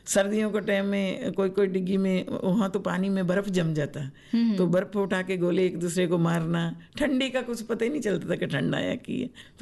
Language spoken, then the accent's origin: Hindi; Jalandhar district, Punjab, India; moved away as an adult; now in Andaman and Nicobar Islands, India; Actually मेरा जन्म पंजाब में हुआ था। मेरा गांव का नाम है संधवा, जिला जलंधर। तो शादी के बाद में हम यहाँ अंडमान में आ गए।